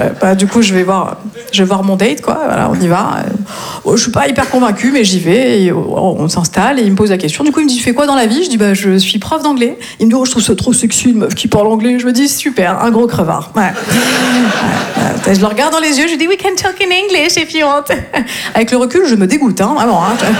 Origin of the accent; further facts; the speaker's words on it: Grand Est, France; moved away as an adult; also born or lived in Nancy; now in Marseille, France; je viens du nord-est de la France et je me suis installée à Marseille il y a tout juste 3 ans et demi. Alors je pense que vous l'avez deviné, à Nancy j'étais prof d'anglais